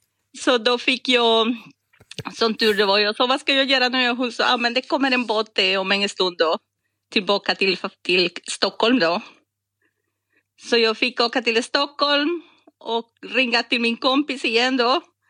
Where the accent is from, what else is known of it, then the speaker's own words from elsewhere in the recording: Costa Rica; Swedish is a second language; moved away; Jag kommer från Costa Rica. Mm-hmm. Och har studerat i Polen då på 90-talet.